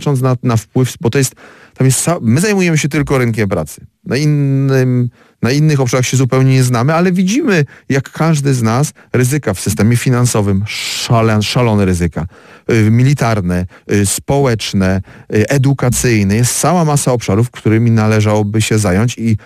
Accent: Opole, Opole Voivodeship, Poland; Oczywiście jesteśmy Polakami z Opola

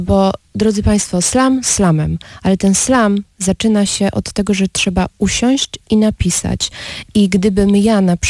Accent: Opole, Opole Voivodeship, Poland; u nas w Opolu

